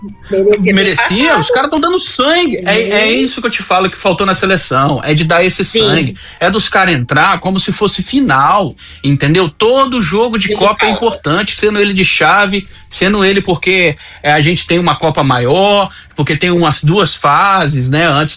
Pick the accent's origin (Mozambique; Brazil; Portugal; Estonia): Brazil; Eu não sou alemão, Felipe. Eu não sou espanhol, Felipe. Nós somos brasileiros.